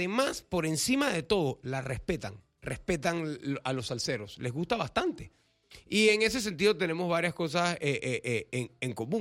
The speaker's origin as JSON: {"language": "Spanish", "country": "Panama", "said": "nosotros que somos un país al final del día Caribe, aunque claro, la ciudad de Panamá quede en el Pacífico, nosotros somos caribeños, de manera de ser, la manera en la que nos expresamos"}